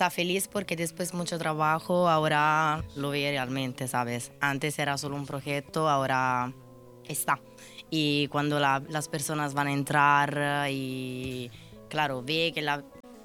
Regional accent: Rome, Lazio, Italy; Sí, yo italiana también.

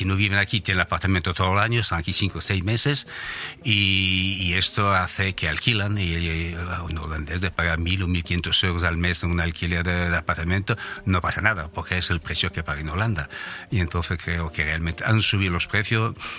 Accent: France; Spanish is a second language; also born or lived in Benidorm; now in Alfaz del Pi, Spain; este Franchuti que ha llegado aquí en Benidorm. ¿Es verdad? hace 40 años, que más creo, y al final, como lo digo, yo soy de aquí, porque la verdad, yo soy de Benidorm y quiero mucho esta tierra.

